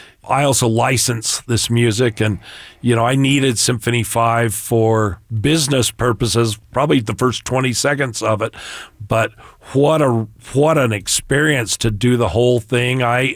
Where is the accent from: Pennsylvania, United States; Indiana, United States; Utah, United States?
Utah, United States; Spring City; from Spring City, Utah